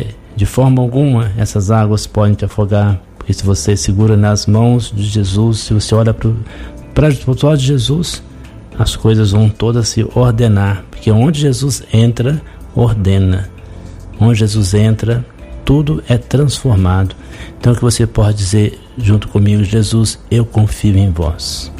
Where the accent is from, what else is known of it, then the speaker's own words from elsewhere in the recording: Belo Horizonte, Minas Gerais, Brazil; também sou de Belo Horizonte.